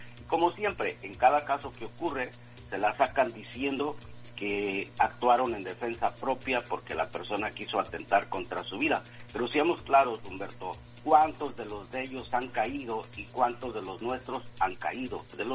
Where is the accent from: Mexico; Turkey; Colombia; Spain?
Mexico; now in United States; nosotros como mexicanos migrantes acá en suelo de los Estados Unidos